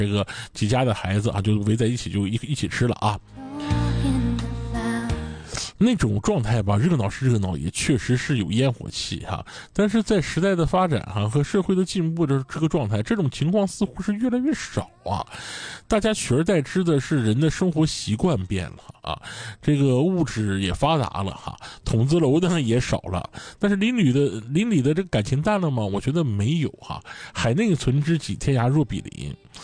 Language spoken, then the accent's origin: Chinese; Dalian, Liaoning, China